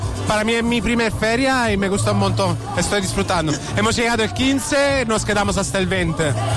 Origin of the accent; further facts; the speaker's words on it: Italy; Spanish is a second language; por eso nos quedamos súper bien nosotros que somos italianos también.